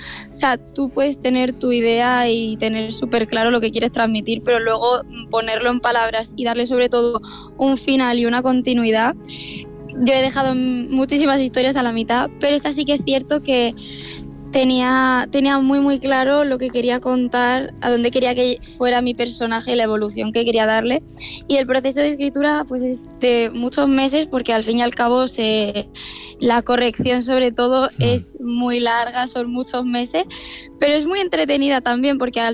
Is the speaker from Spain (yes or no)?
yes; Murcia, Region of Murcia, Spain